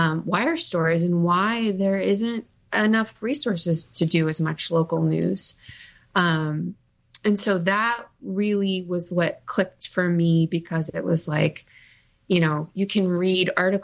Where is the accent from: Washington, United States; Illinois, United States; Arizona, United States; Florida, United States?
Illinois, United States; and in the Midwest because that's where I'm from. I photographed my hometown newspaper in Southern Illinois, which was a joy.